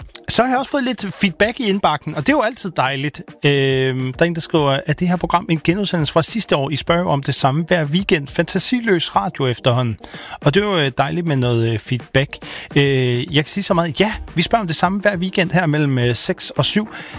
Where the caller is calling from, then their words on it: Jels, Region of Southern Denmark, Denmark; jeg kommer fra Jels, hvor jeg er tidlig oppe, fordi jeg er en del af Jels Borgerforening.